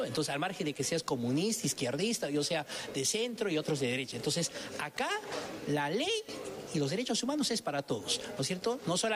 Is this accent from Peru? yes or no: yes; Cusco, Peru; yo soy cusqueño. Y justo estoy viajando al Cusco también el día de hoy.